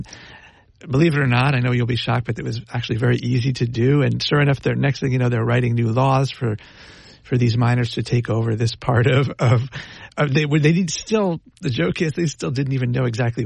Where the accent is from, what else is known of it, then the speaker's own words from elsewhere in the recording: New York, United States; I'm from New York.